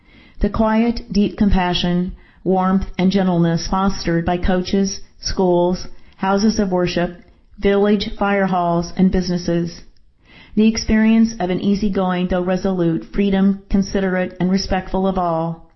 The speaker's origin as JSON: {"language": "English", "town": "Owensboro", "region": "Kentucky", "country": "United States", "tie": "born or raised there", "said": "Owensboro, Kentucky. There's a landmark in my hometown, Owensboro, Kentucky."}